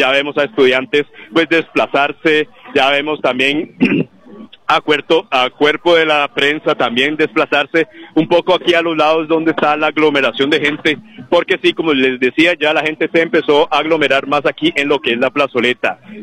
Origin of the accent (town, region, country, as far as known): Costa Rica